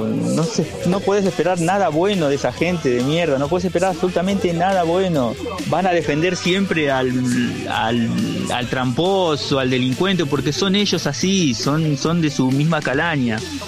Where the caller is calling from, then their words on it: Lomas de Zamora, Buenos Aires Province, Argentina; de Lomas de Zamora.